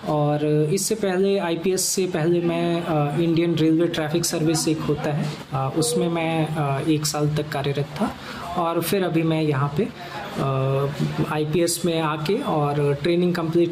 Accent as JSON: {"language": "Hindi", "town": "Madwa Dhanawal", "region": "Uttar Pradesh", "country": "India", "tie": "born or raised there", "said": "देखिए, मैं उत्तर प्रदेश के मिर्ज़ापुर डिस्ट्रिक्ट से बिलोंग करता हूँ, और मेरा जो जन्म स्थान है वो एक गांव पड़ता है मड़वा धनावल, वहाँ पे जन्म हुआ।"}